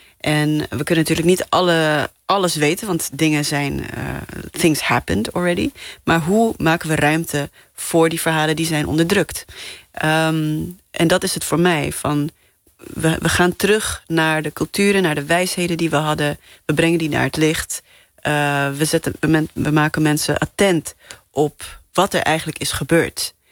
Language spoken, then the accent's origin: Dutch; Namibia; now in Netherlands; En ik denk dat de drive gewoon echt komt omdat ik uit Namibië kom, waar we tot 1990 in het apartheidsysteem hebben geleefd. Dus ik ben ook opgegroeid in het idee in het gedachtegoed van, hoe vechten we tegen onrecht?